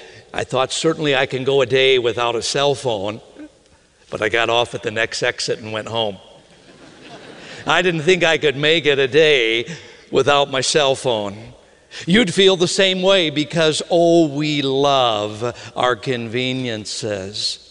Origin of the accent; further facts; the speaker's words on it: Minnesota, United States; But I tell ya, growing up in Minnesota